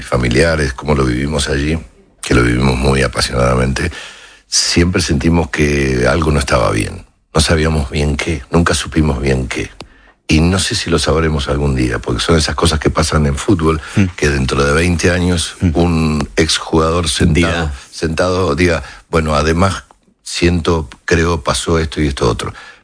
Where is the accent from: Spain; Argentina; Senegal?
Argentina; bien como somos los argentinos.